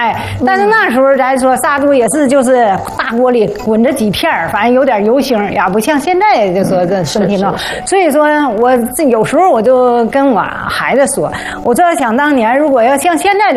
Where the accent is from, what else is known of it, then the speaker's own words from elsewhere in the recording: Tieling, Liaoning, China; 因为我是东北小县城铁岭长大的。